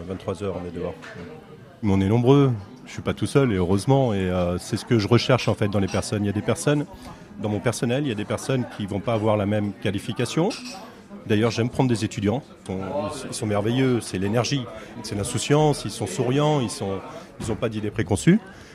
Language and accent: French; Rungis, Île-de-France, France; moved away as an adult; also born or lived in Canada; now in Touraine, France; J'ai exercé beaucoup à Paris puisque je suis natif de là-bas, je suis natif de Rungis. Donc j'ai exercé aussi à Rungis.